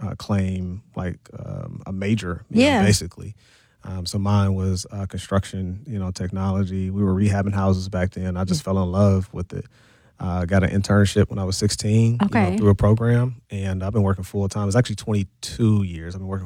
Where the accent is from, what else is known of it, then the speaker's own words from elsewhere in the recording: Milwaukee, Wisconsin, United States; I'm Milwaukee-based, born and raised here in the city. Proud MPS graduate, grew up